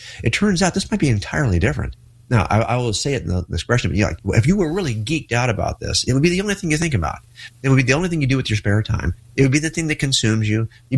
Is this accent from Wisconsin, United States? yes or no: no; California, United States